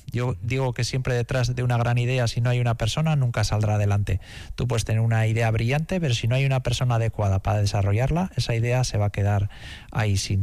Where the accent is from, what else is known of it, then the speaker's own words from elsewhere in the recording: Biscay, Basque Country, Spain; porque soy de Vizcaya